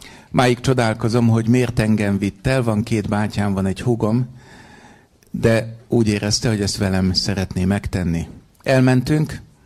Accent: Budapest, Hungary; Itt születtem Budapesten, második kerületben nőttem föl 1964-ben. Apai ágon a családunk sváb gyökerű, az apai ág Apatinból származik, és

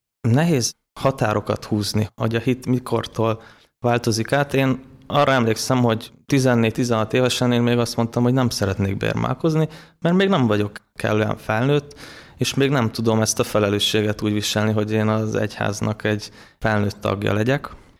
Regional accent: Budapest, Hungary; born there; Én Budapesten születtem, egy alapvetően teljesen keresztény családba első gyermekként.

